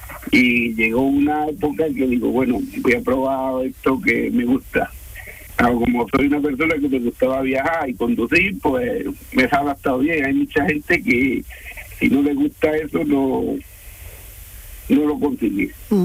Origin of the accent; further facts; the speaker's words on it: Almuñécar, Andalusia, Spain; Yo soy de la costa tropical, yo soy de Almuñécar.